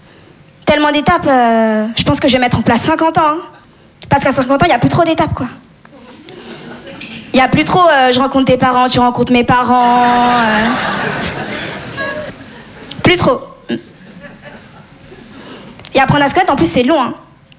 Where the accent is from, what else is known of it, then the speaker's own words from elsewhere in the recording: Comoros; also born or lived in Mayotte / Madagascar; Je suis comorienne, maoraise malgache. C'est des îles dans l'océan Indien. Ce qui explique mon teint aussi.